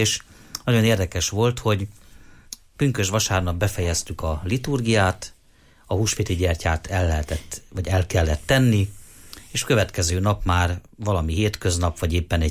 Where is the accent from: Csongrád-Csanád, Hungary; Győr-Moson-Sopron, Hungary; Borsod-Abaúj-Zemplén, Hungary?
Borsod-Abaúj-Zemplén, Hungary; Sárospatak; zarándokoljon el az én szülővárosomba, Sárospatakra